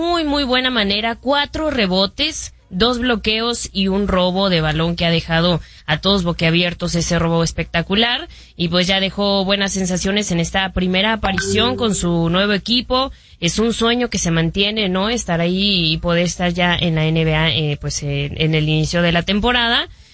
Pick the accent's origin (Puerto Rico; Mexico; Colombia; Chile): Mexico; No, que nos puede enorgullecer como mexicanos, Antonio.